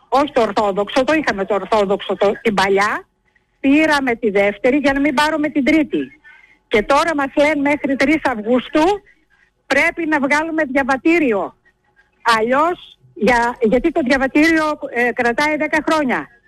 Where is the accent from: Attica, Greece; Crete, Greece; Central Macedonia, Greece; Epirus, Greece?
Central Macedonia, Greece; Thermi; Είμαι από Θέρμη.